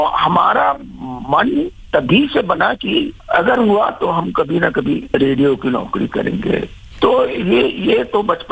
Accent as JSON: {"language": "Hindi", "area": "tribal area of Chhindwara district", "region": "Madhya Pradesh", "country": "India", "tie": "born or raised there", "said": "मैं छिंदवाड़ा जिले के आदिवासी इलाके से आता हूँ और वहाँ पर कोयला की बहुत सारी खदानें खुली हुई थी।"}